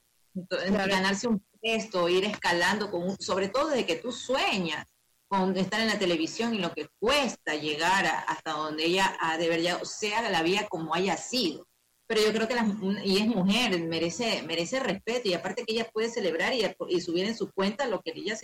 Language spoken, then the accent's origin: Spanish; Ecuador; yo soy ecuatoriano.